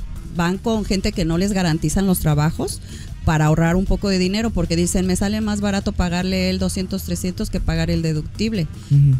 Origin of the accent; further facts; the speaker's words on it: Mexico City, Mexico; Yo soy nativa de la Ciudad de México.